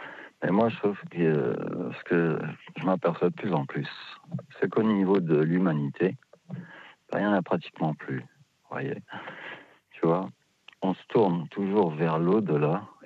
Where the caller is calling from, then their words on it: Lille, Hauts-de-France, France; Je viens de Lille.